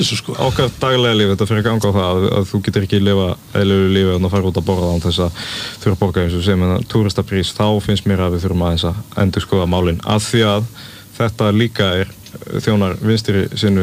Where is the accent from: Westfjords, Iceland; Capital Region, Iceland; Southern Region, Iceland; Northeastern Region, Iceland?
Southern Region, Iceland; Og ég er úr Grímsnesinu, ég bjó í gullna hringnum